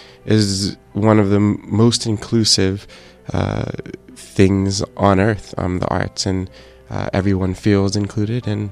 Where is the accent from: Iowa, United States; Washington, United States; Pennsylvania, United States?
Pennsylvania, United States; Pittsburgh; I was born and raised in Pittsburgh. I'm actually a Kappa alumnus.